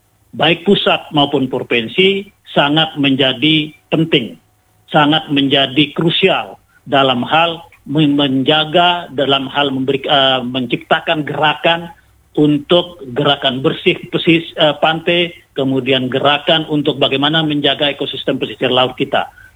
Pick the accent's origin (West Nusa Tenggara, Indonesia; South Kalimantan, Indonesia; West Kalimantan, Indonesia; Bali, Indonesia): West Nusa Tenggara, Indonesia; teman-teman di kampung saya menangkap ikan di sekitar perairan Labuan Haji Tanjung Luar